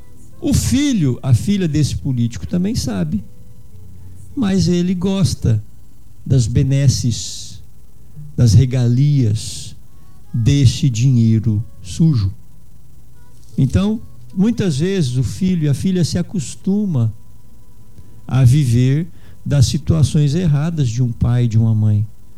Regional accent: Brazil; eu sou brasileiro também.

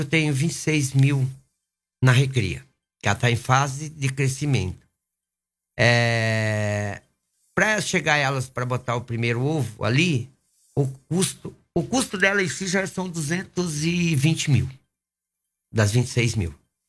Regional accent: Brazil; eu sou natural de Sapema.

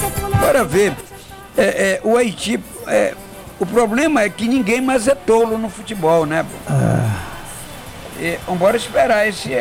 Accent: Brazil; Eu sou brasileiro, né, meu amigo?

